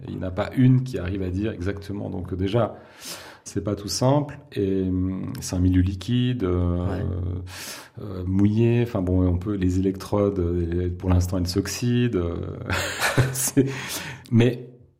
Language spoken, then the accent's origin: French; Switzerland; Oui, mais on est suisse et on ne pèse rien.